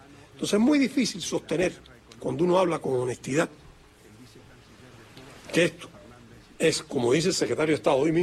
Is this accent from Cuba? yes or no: yes; Cuba; Somos el pueblo cubano.